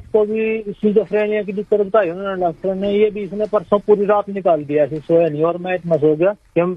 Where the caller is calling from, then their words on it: Karnal district, Haryana, India; Sir, Haryana से बोल रहा हूँ मैं, गाँव की सुनिया है, डिस्ट्रिक्ट करनाल है जी।